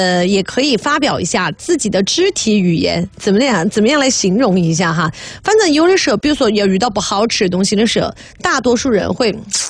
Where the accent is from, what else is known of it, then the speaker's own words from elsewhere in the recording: Sichuan, China; accent: Sichuan dialect; 我就很喜欢用我们四川方言来讲。